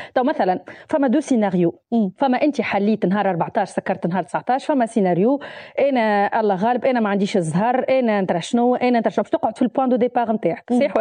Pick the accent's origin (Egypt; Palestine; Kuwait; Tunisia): Tunisia; احنا في تونس ما عندناش. ليه عندنا في تونس؟ عندنا كل شيء. انا سافرت لبرشا بلدان في العالم وتونس فيها كل شيء